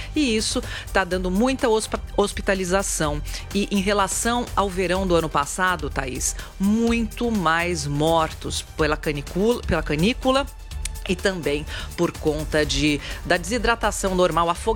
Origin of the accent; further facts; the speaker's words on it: Brazil; moved away as an adult; now in Paris, France; como brasileira, é o calor mais terrível que eu tô enfrentando, mas especialmente, ó, em agosto eu faço 15 anos que eu vim para Paris.